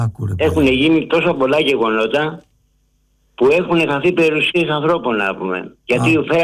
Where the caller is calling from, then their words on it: Attica, Greece; από Βόρεια Προάστια.